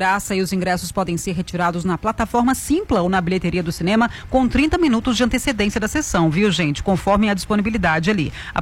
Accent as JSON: {"language": "Portuguese", "region": "Minas Gerais", "country": "Brazil", "said": "eu sou do interior de Minas, e a gente come muito as palavras lá, mais do que normalmente, eu acho."}